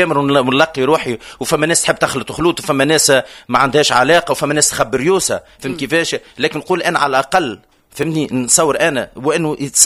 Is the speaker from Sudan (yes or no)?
no; Tunisia; انا فنان تونسي ونحب بلادي